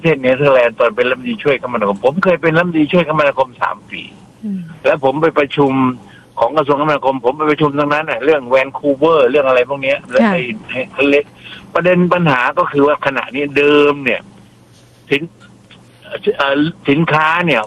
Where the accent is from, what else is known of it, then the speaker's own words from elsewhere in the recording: Southern Thailand, Thailand; ผมเป็นคนใต้แท้ๆเลยผมก็รักภาคใต้